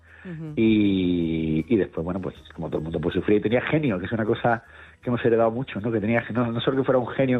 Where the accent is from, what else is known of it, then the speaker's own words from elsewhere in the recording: Cádiz, Andalusia, Spain; y yo además me crié en Cádiz